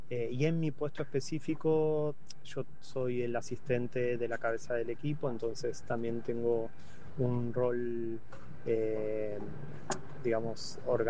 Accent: Argentina; hace, bueno, más de 10 años estudiando diseño de vestuario en Buenos Aires. Yo soy de Argentina.

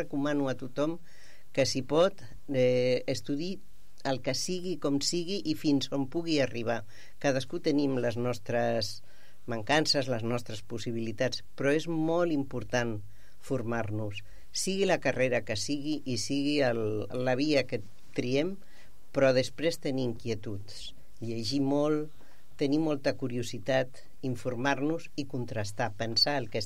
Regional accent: Alcúdia de Guadix, Andalusia, Spain; born there; Jo vaig néixer a la província de Granada, un poblet que es diu Alcúdia de Guadix

